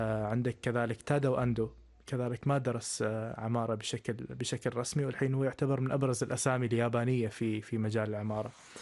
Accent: Muscat, Muscat Governorate, Oman; moved away as an adult; ترعرعت طبعا في مسقط، وطبعا خضنا في شوارعها ومدارسها وشواطئها كذلك. وكوني اتنقل يعني بين مختلف الاحياء في مسقط،

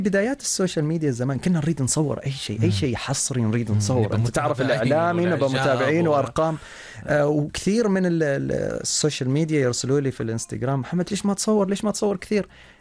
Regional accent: Oman; أنا من سلطنة عمان.

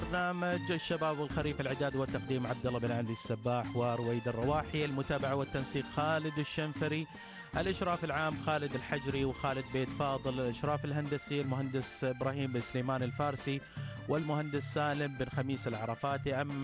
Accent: Oman

